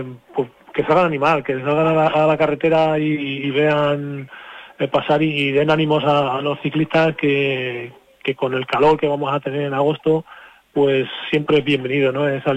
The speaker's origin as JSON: {"language": "Spanish", "town": "Tomelloso", "region": "Castilla-La Mancha", "country": "Spain", "tie": "born or raised there", "said": "hablar de mi pueblo, Tomelloso"}